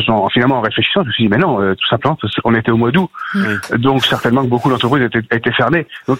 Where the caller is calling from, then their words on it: Épernay, Grand Est, France; Moi, je suis à Épernay dans la Marne.